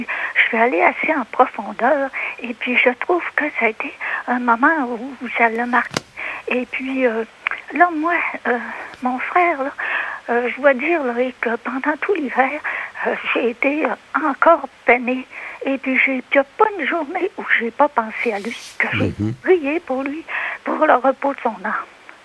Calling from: Alma, Quebec, Canada; là, je suis pas à la campagne, là, je suis à Alma

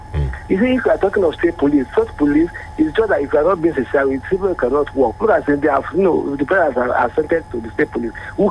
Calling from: Ilorin, Kwara, Nigeria; calling from Ilorin.

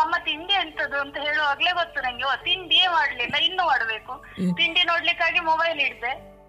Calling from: Mangalore, Karnataka, India; ನಾನು ಕೋಡಿಕಲ್ಲಿಂದ.

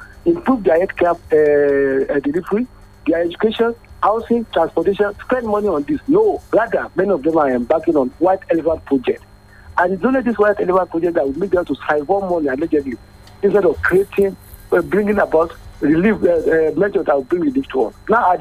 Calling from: Nigeria

